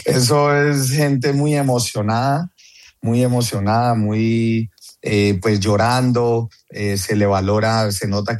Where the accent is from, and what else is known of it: Cali, Valle del Cauca, Colombia